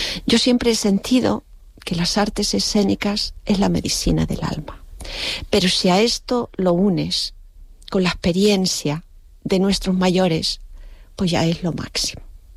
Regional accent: El Hierro, Canary Islands, Spain; yo soy del Hierro

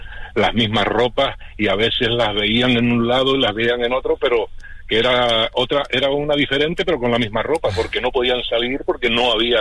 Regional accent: Los Sauces, Canary Islands, Spain; soy de Los Sauces, soy de Los Galguitos, nacido en Los Galguitos, pero viviendo pues aquí, digamos, en Los Sauces.

